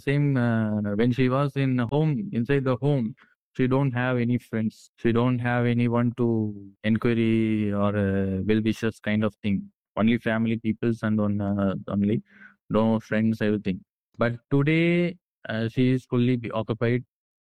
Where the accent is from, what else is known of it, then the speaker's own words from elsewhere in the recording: South India, India; we are from South India.